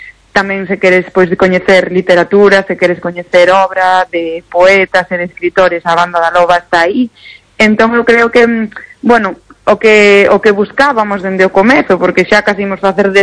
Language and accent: Galician; Galicia, Spain; eu creo que é un patrimonio, bueno, inmaterial, fundamental que nos define como galegos realmente.